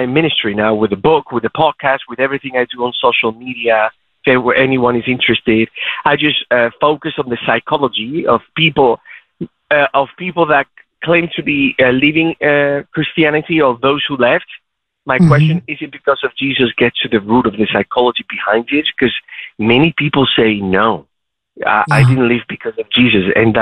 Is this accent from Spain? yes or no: yes; Spain; English is a second language; So what happened, I grew up in Spain, and I grew up nominal Catholic.